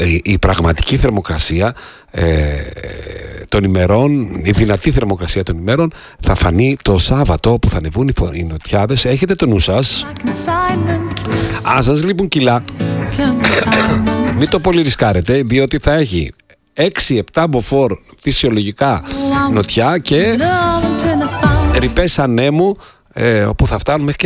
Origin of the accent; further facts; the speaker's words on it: Athens, Attica, Greece; Γεννήθηκα, μεγάλωσα στα Εξάρχεια. Εκεί, δηλαδή, είναι η γειτονιά μου.